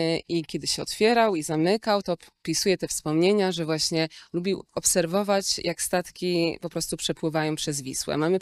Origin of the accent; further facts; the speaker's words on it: Włocławek, Kuyavian-Pomeranian Voivodeship, Poland; Zamieszkiwał wtedy na Zawiślu. zresztą skąd pochodzę